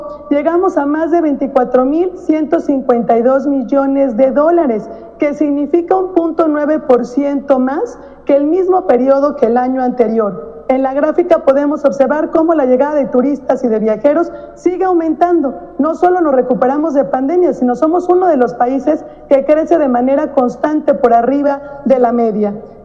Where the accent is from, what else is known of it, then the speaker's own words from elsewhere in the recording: Mexico; somos las mexicanas y los mexicanos que turisteamos